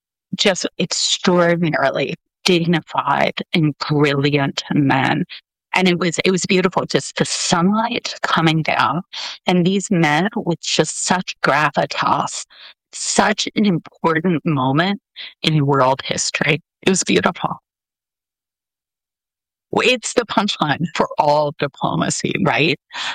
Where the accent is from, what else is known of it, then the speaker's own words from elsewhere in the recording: United States; I'm from the United States.